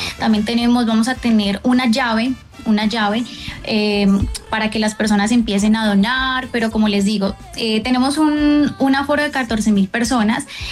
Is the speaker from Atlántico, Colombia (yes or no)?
no; Cali, Valle del Cauca, Colombia; todo mi entorno, mis amigos, mi familia están en Cali. Ya que lo mencionas, soy caleña, más caleña que el cholao.